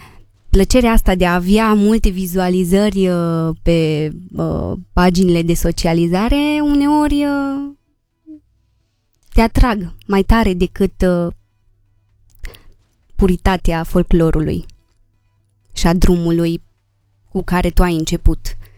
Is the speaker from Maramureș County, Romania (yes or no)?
yes; Rohia, Maramureș County, Romania; mănăstirii Sfânta Ana Rohia, satul meu natal